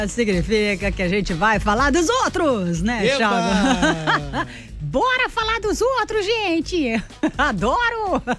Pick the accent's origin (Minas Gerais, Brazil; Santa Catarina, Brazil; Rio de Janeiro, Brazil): Rio de Janeiro, Brazil; Eu sou carioca.